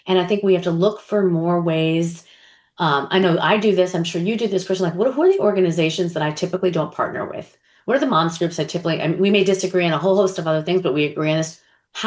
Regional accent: New York, United States; I think, look, I'm a New Yorker.

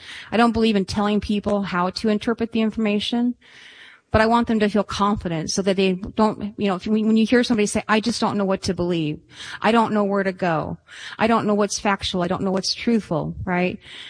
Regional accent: Minnesota, United States; I grew up in Minnesota

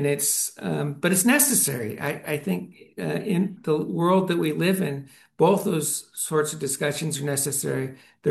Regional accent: Los Angeles, California, United States

